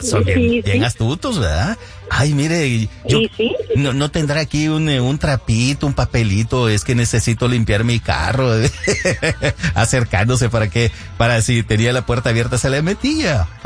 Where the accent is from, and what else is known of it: Santa Ana, El Salvador